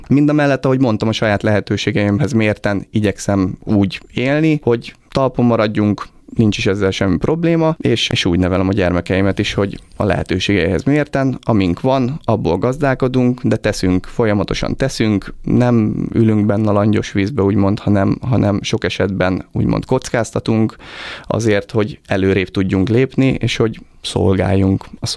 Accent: Zánka, Veszprém County, Hungary; csak én Zánkán nőttem föl, ami egy nagyon pozitív dolog az életemben egyébként. Egy nagyon, nagyon gyönyörű gyerekkort köszönhetek Zánkának és a Balatonfelvidéknek, de 83-ban, amikor én születtem

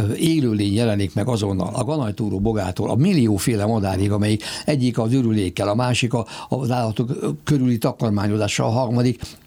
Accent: Ercsi, Fejér, Hungary; born there; Ercsibe születtem, a szívem csücske.

